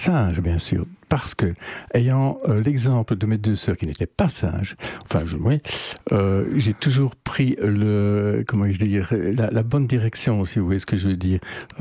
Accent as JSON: {"language": "French", "town": "Hasselt", "region": "Flanders", "country": "Belgium", "tie": "born or raised there", "also_born_or_lived": "Landen / Brussels", "said": "mon papa étant militaire, donc j'ai grandi à Hasselt, Landen, Bruxelles"}